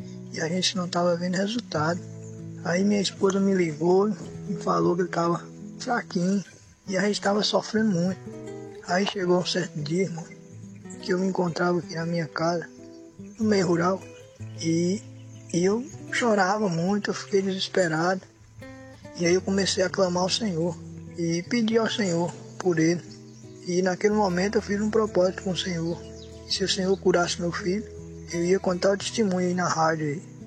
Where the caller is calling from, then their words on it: Bahia, Brazil; Eu sou daqui do município de Belo Ar, na Bahia.